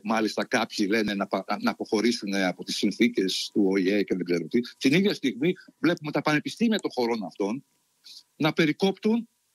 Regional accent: Greece; moved away as an adult; now in Australia; είμαι ένας Έλληνας πολίτης που φιλοξενείται στην Αυστραλία και περνάει μεγάλο μέρος του χρόνου του εδώ με Έλληνες της Αυστραλίας

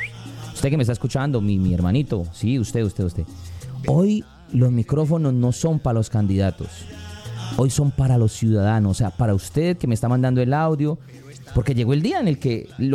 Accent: Colombia

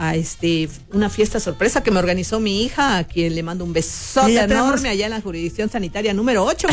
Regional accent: Martínez de la Torre, Veracruz, Mexico; Sí, claro que sí. 100% jarocha. Soy de Martínez de la Torre.

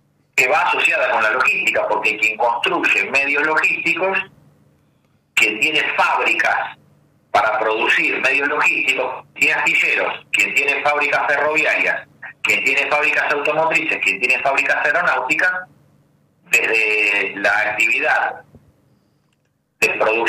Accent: Argentina; como argentinos que somos

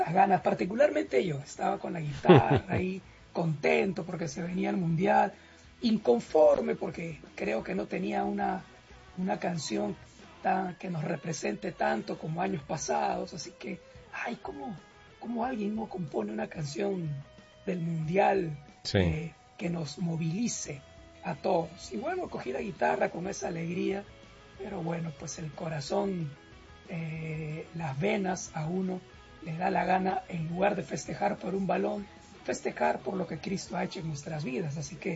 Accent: Peru; Somos de Perú, con todo el equipo, con todo el grupo, aquí haciendo música

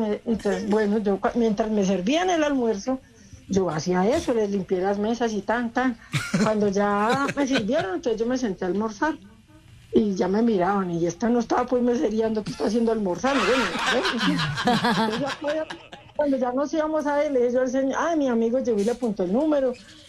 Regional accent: Manizales, Caldas, Colombia; Yo soy de Manizales, Caldas.

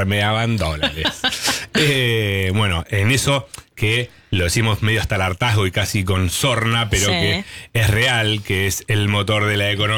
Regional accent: Tucumán, Argentina; Sí, eso siempre somos tucumanos.

